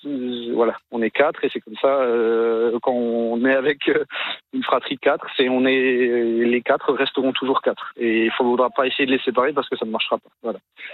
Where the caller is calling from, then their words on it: Bergheim, Grand Est, France; À Bergheim.